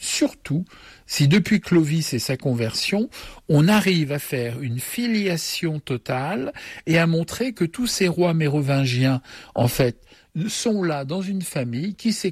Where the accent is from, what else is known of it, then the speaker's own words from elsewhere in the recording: Bourgogne-Franche-Comté, France; donc de chez nous en Bourgogne